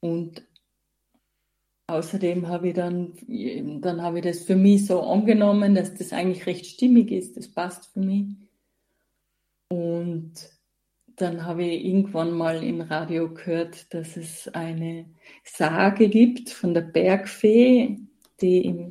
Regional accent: Tyrol, Austria; Und der Hut, es ist ein aufwendig bestickter Bänderhut, der atypisch ist fürs Iseltal, da wo ich aufgewachsen bin.

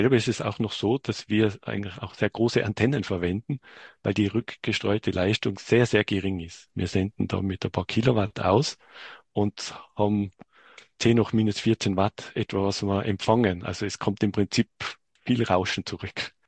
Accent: Bavaria, Germany; Jawohl, ja, ich bin aus Bayern.

